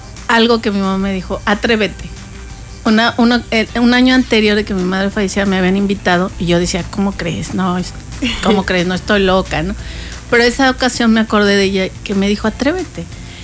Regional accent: Mexico; nosotros como mexicanas

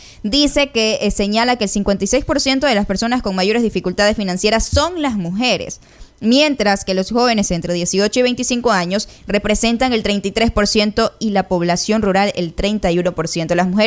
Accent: Ecuador; Somos ecuatorianos. Somos de Ecuador.

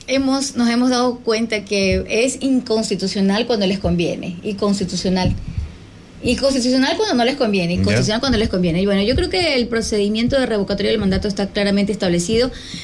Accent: Ecuador; como ecuatorianos siempre vamos a apoyar un presidente de la República

